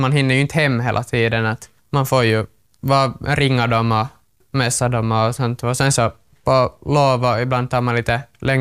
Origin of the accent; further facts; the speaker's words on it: Åland, Finland; och jag kommer från Åland.